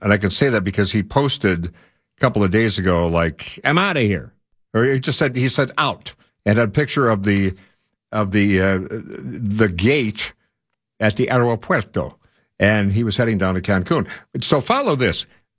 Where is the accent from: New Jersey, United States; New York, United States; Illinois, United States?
Illinois, United States; Rockford; now in San Diego, United States; Rockford, Illinois, my hometown.